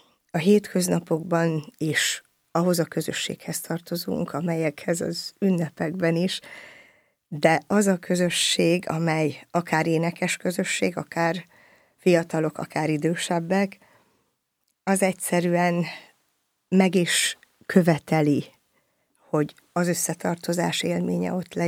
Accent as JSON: {"language": "Hungarian", "town": "Kaposvár", "region": "Somogy", "country": "Hungary", "tie": "born there", "said": "Egyedüli gyermekként nőttem föl, és a kaposvári Jézus Szíve templomhoz kötnek az első énekes élmények is."}